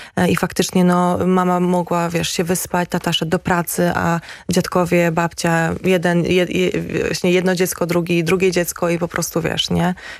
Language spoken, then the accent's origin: Polish; Gdańsk, Pomeranian Voivodeship, Poland; Ja w ogóle jestem z Gdańska